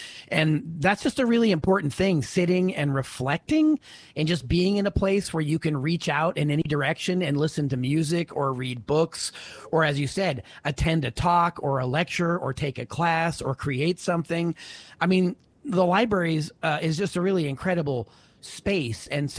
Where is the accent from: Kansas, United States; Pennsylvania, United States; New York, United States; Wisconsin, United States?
Pennsylvania, United States; You know, even in my hometown, they were closing them in Western Pennsylvania.